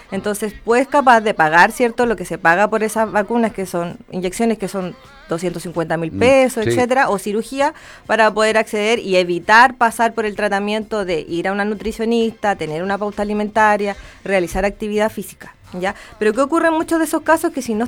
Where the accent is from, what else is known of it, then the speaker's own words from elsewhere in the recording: Concepción, Biobío, Chile; moved away; yo soy de Concepción, entonces ¿ya? estaba cerca de Talcahuano, ¿ya? y escuchaba el luche y todo eso.